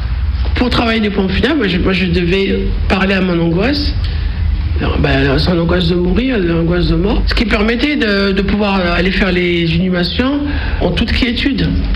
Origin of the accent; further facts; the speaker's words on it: Skikda, Skikda Province, Algeria; born there; Je suis née en Algérie, à Skida, en 1963, ex-Philippeville.